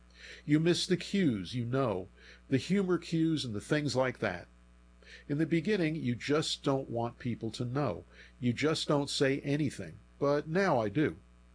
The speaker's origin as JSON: {"language": "English", "town": "Kansas City", "country": "United States", "said": "Hi, this is … I'm from the Kansas City area."}